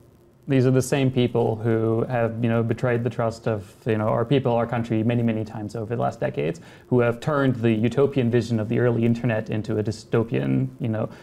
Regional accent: United States; born there; My father's American, I was born in America, but my mom's German, and so I've been exposed to both cultures.

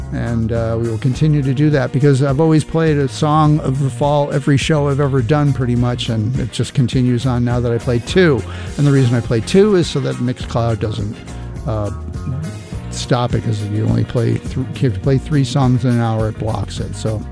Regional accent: Glastonbury, Connecticut, United States; I grew up in Glastonbury, Connecticut, so that's kind of just not too far away.

